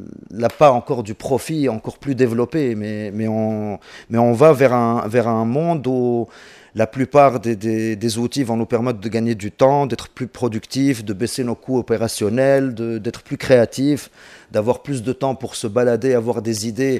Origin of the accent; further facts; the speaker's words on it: Tunisia; Donc j'espère aujourd'hui qu'on pourra leur donner des challenges chez nous en Tunisie